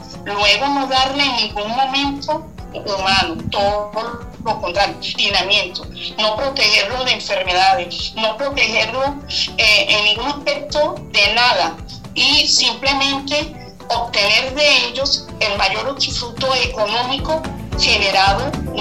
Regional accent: Venezuela; nosotros los venezolanos

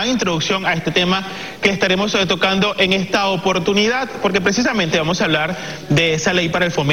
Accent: Venezuela; nosotros como venezolanos.

